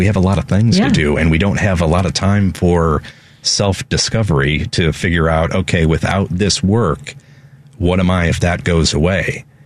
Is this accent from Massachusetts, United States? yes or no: no; St. Louis, Missouri, United States; St. Louis.